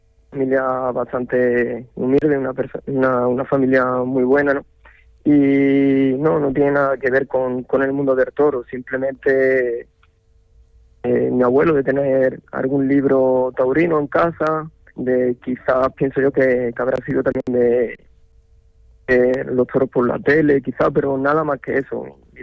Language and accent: Spanish; Chiclana de la Frontera, Andalusia, Spain; moved away as an adult